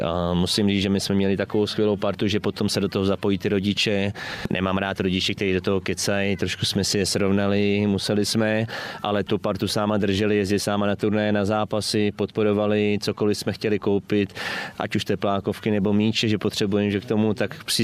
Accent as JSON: {"language": "Czech", "town": "Beroun", "region": "Central Bohemian Region", "country": "Czechia", "said": "Tak začal jsem u nás v Berouně tam trénovat od 5 do 10 let"}